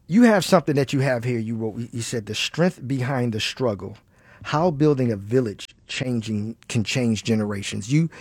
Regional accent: Baltimore, Maryland, United States; moved away; I'm originally from Baltimore.

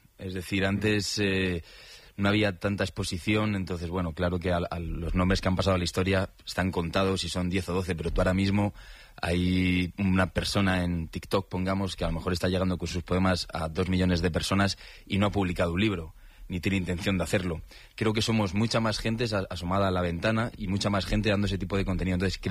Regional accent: Leganés, Community of Madrid, Spain; yo soy de Leganés, San Nicasio, barrio.

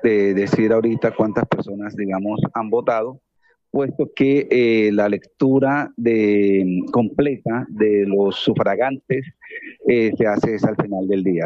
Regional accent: Barranquilla, Atlántico, Colombia; now in New York, United States; Efectivamente, soy de Barranquilla.

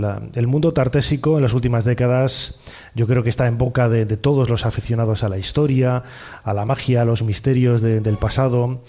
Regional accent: Spain; pero desde luego soy español y me encanta la cultura que hay a nuestro alrededor, ¿no?

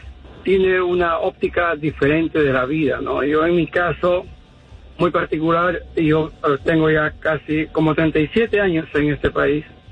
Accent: Peru; moved away as an adult; Y dejé mis 3 hijos en mi país, me puse a trabajar y bueno, por fin hemos logrado. Tengo ya 2 hijos aquí, cuatro nietos, y hemos luchado toda la vida.

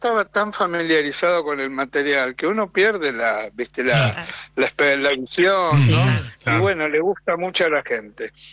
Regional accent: Buenos Aires, Argentina; de Argentina, de Buenos Aires, la ciudad que más teatro tiene en el mundo, más que Londres y que Nueva York.

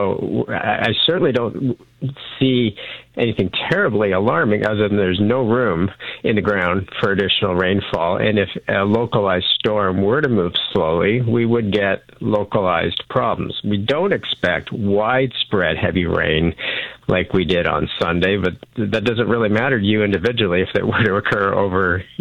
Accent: Vineland, Ontario, Canada; I grew up in Vineland, and, you know, my family's lived there for many years

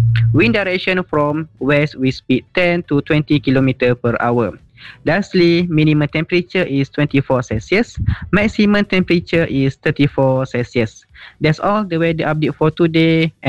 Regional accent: Malaysia; from Matt Malaysia.

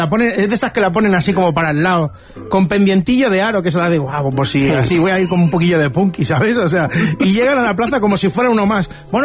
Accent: Rubí, Catalonia, Spain; Nosotros somos de Rubí.

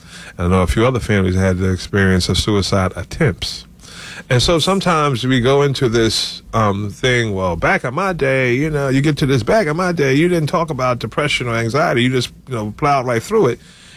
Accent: Philadelphia, Pennsylvania, United States; I grew up in West Philly, so I had to catch the 52, the L, and the subway to get to school.

